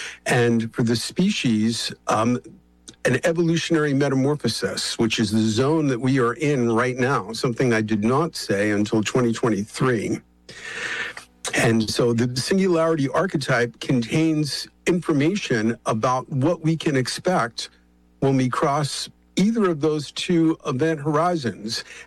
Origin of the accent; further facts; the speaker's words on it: Bronx, New York, United States; when I grew up in the Bronx, I grew up listening to the Long John Nimble show